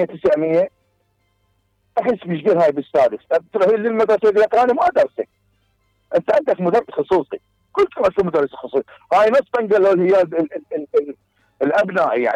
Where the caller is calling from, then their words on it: Baghdad, Baghdad Governorate, Iraq; من بغداد.